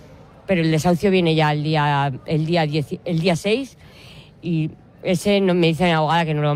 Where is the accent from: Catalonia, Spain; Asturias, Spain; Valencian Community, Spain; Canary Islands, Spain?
Valencian Community, Spain; Elche; de Elche y yo llevo 17 años viviendo de alquiler.